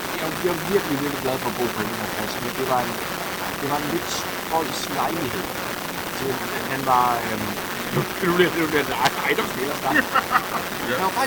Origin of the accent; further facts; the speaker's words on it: Næstved, Zealand, Denmark; now in Copenhagen, Denmark; Jeg er nyt vildt fra Næstved Hovedsæt.